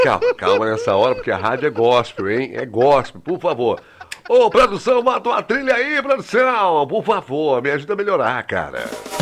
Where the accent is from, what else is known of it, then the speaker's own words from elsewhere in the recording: Salvador, Bahia, Brazil; Minha avó é baiana, eu também sou baiano. Olha só, eu também sou baianinho, querida. Só tem um pequeno detalhe que eu sempre falo, né? Eu sou aqui de Salvador, Bahia, na Gema.